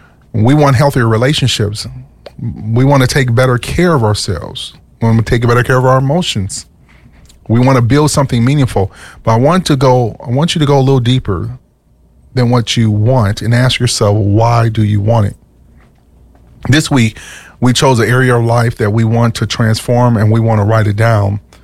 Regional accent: Minnesota, United States; also born or lived in the South (US); I grew up here

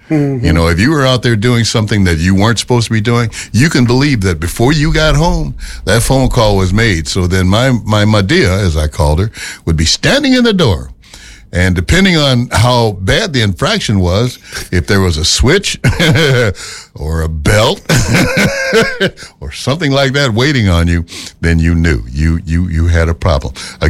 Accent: Memphis, Tennessee, United States; now in Minnesota, United States; I've been to so many places in the United States, and my hometown of Memphis

